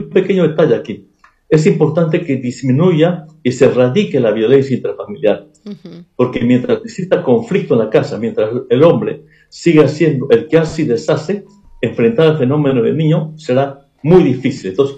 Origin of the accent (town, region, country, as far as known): Peru